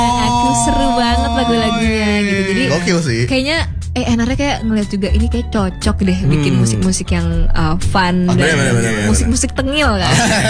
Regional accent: Palembang, South Sumatra, Indonesia; Aku orang Palembang, Sumatera juga sih.

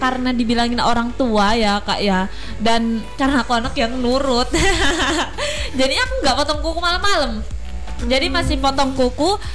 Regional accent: Pulang Pisau, Central Kalimantan, Indonesia; moved away; dari kampung, dari Pulang Pisau, kampung aku di Pulang Pisau

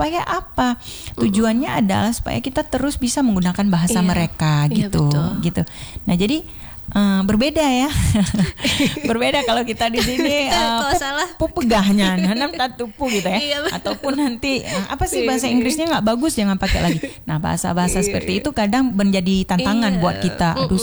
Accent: Aceh, Indonesia; Kita orang Aceh

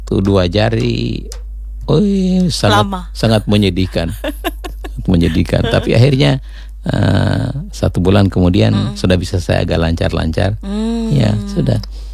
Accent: Southeast Sulawesi, Indonesia; Sudah lewati kampungku. Nah, disitulah kemudian saya mulai sekolah SD tahun 63.

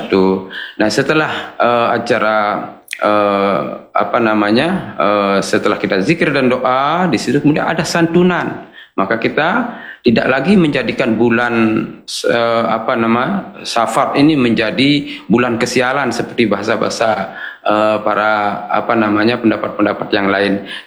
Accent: Lombok, West Nusa Tenggara, Indonesia; masyarakat kami di Desa Lingsar

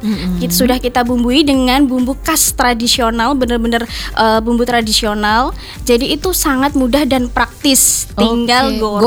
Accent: Java, Indonesia; Saya asli kelahiran dari desa Winong.

